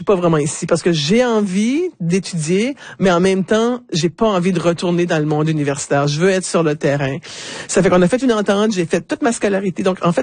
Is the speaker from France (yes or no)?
no; Moncton, New Brunswick, Canada; also born or lived in Dieppe, Canada; C'est que je suis revenue à chez moi à Moncton, je vivais à Dieppe à ce moment-là.